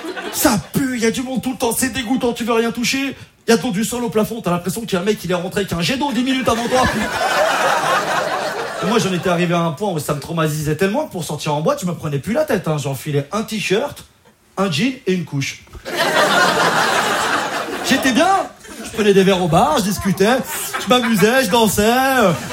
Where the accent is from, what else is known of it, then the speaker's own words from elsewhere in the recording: Auvergne-Rhône-Alpes, France; now in Paris, France; je viens de Savoie, d'un petit village de montagne. Alors, j'ai envie de vous dire, petit village classique. Tout le monde connaît tout le monde